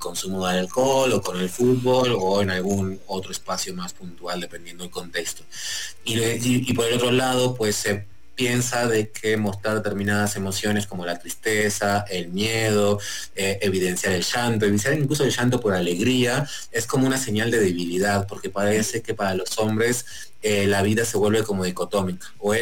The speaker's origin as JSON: {"language": "Spanish", "country": "Uruguay", "also_born_or_lived": "Spain", "moved": "yes", "lives_now": "Mexico", "said": "está en Uruguay, de donde soy, está también en España, donde hay muchos años"}